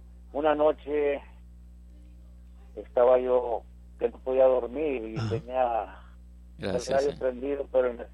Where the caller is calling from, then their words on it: Valle Hermoso, Tamaulipas, Mexico; De Vallehermoso.